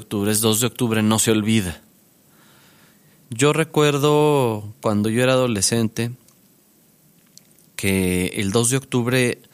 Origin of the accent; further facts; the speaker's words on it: Mexico; nos haya ocurrido como mexicanos, es lo hicimos los mexicanos.